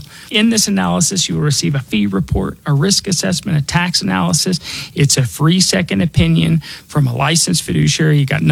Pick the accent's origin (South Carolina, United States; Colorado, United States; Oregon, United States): Colorado, United States; Denver; born or raised there